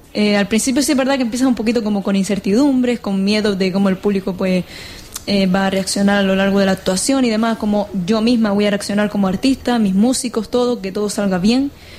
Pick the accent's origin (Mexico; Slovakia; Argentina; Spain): Spain; Vecindario, Canary Islands; born there; en mi pueblo, en vecindario.